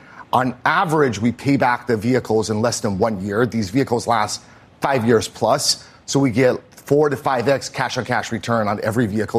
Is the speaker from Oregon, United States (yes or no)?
no; Lincoln, Nebraska, United States; moved away; I grew up in Lincoln, Nebraska.